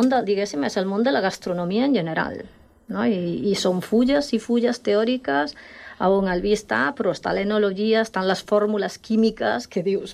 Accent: Galicia, Spain; Catalan is a second language; moved away as an adult; now in Catalonia, Spain; Començaré dient que sóc gallega

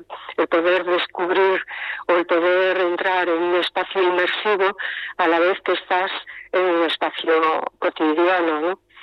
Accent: Galicia, Spain; Catalan is a second language; now in Barcelona, Spain; parlo una mica difícil, una mica català, però parlo, i sí, sí, bueno, soc en gallega, però bueno, considero de Barcelona perquè porto molts anys aquí.

